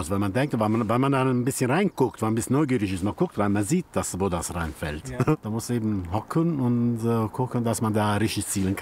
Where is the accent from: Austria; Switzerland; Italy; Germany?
Italy; ich als Italiener